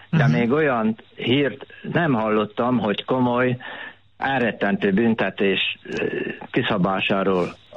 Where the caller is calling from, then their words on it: Szombathely, Vas, Hungary; Csókolom, én Szombathelyről vagyok.